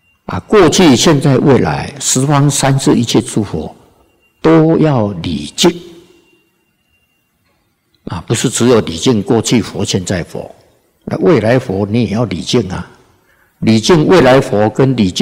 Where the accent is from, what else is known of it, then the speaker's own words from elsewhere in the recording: China; 我们中国人啊，近代的中国人